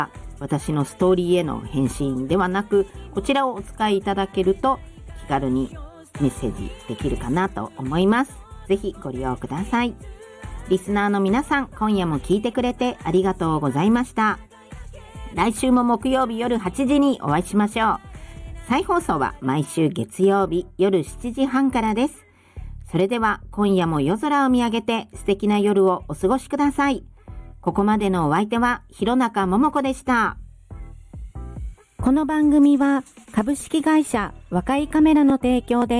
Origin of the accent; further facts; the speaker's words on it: Gunma, Japan; 私たち根っからの群馬県民だったけど、